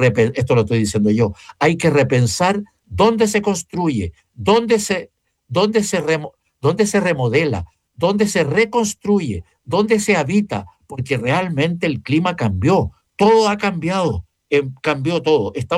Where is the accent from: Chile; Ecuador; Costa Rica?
Chile; se lo digo como un chileno común y corriente.